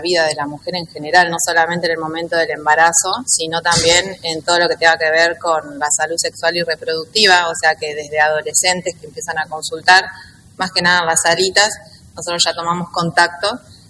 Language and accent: Spanish; Trenque Lauquen, Buenos Aires Province, Argentina; moved away as an adult; now in Bolívar, Argentina